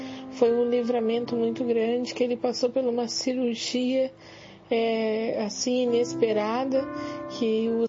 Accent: Porto Alegre, Rio Grande do Sul, Brazil; eu sou da cidade de Porto Alegre, Rio Grande do Sul.

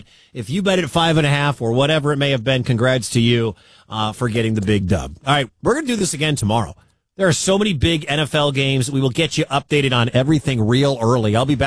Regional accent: Detroit, Michigan, United States; I'm from Detroit. I root for Michigan.

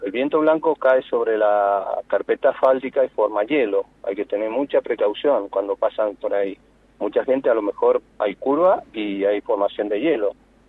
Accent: Uspallata, Mendoza, Argentina; yo soy nacido y criado en Ushuaia

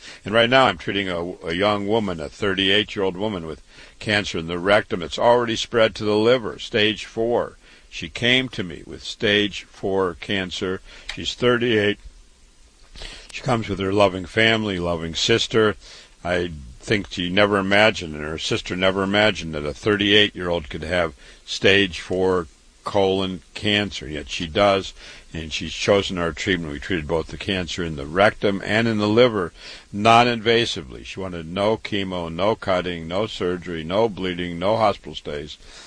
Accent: Waterloo, Iowa, United States; I was born and raised in Waterloo, Iowa.

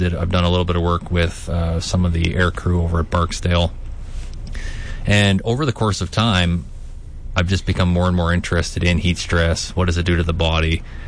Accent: Canada; moved away as an adult; now in United States; No, I'm originally from Canada, and so I originally came here in 2012 to do a training camp because I was on the Canadian national weightlifting team.

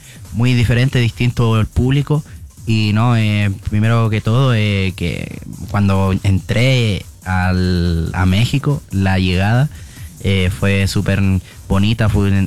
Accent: Chile; aquí yo tengo 20 años. Bueno, ya saben que soy de Chile

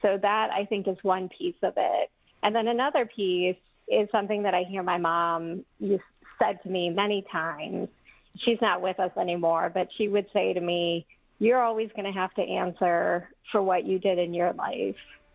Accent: Toledo, Ohio, United States; I grew up in Toledo, 70s and 80s

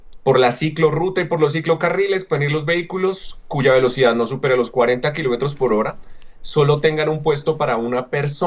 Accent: Colombia; demuestra que como colombianos aprendimos la lección.

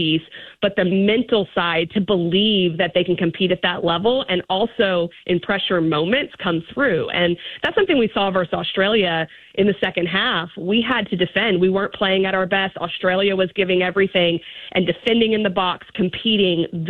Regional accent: Texas, United States; Oh my gosh, I'm such a Texan

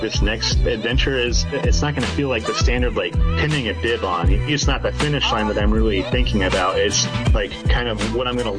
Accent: Midwest, United States; I grew up poor and in the Midwest, with a single mom, and we didn't have a lot of things. We lived in a one-bedroom studio.

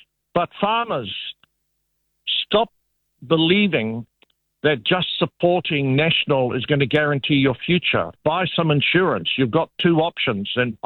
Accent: Kaitaia, Northland, New Zealand; I come from Kaitaia.

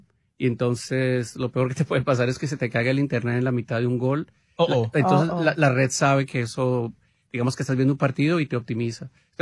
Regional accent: Colombia; Por ejemplo, yo soy colombiano, entonces puedo decir el equipo de Colombia.

